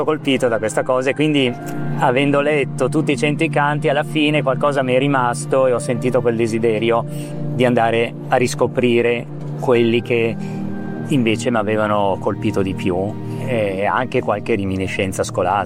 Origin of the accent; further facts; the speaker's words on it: Milan, Lombardy, Italy; moved away as an adult; now in Trentino, Italy; Io sono nato a Milano nel 64, cioè ho vissuto tanti anni a Milano fino a 29 anni, poi mi sono trasferito in Trentino.